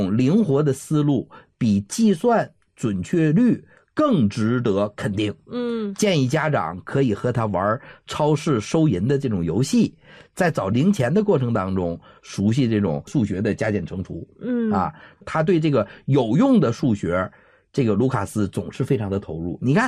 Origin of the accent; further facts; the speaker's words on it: China; 我们中国人的老年人的悲哀嘛